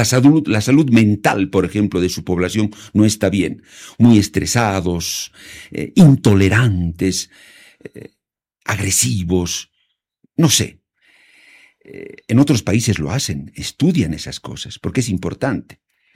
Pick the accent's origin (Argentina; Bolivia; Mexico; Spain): Bolivia; como bolivianos respecto de lo que es nuestro país, las condiciones en las cuales vivimos